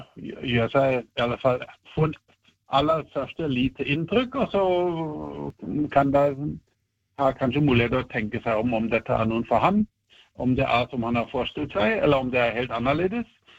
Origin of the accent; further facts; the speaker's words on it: Germany; Norwegian is a second language; moved away as an adult; now in Norway; du hører jeg sikkert fra tonen at jeg ikke har vært født i Norge, så jeg er tysk, og jeg kom til Norge for 30 år siden